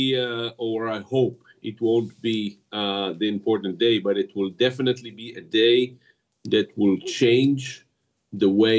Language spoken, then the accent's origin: English; Israel; English is a second language; I come from Israel, and it's a small country, which is being challenged by war for like more than 3 years